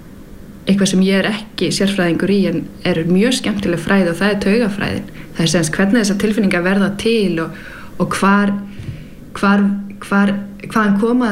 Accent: Denmark; now in Iceland; nú er ég alin upp í Danmörku og það er mjög, mjög sjaldan að þú verður fyrir reiði í opinberu rými

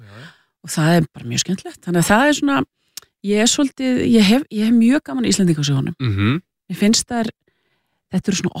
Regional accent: Reykjavík, Capital Region, Iceland; þetta var rosalega skemmtilegur tími að alast upp í Breiðholtinu

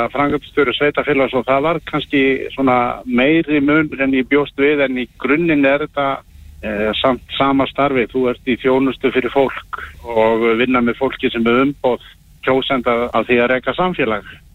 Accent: Hvalfjarðarsveit, Western Region, Iceland; Þetta mín heimasveit

